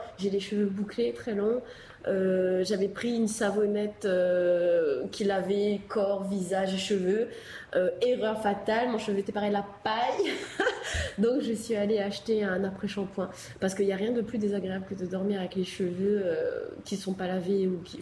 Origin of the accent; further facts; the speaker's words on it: Réunion; en tant que réunionnais